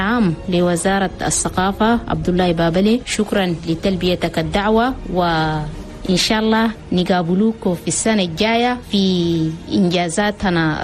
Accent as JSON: {"language": "Arabic", "country": "Chad", "said": "لأن بلدنا تشاد كان زمان الناس يرفوها بالحروب وعدم الاستقرار، اليوم بعرفوها بالسلام والأمن والاستقرار"}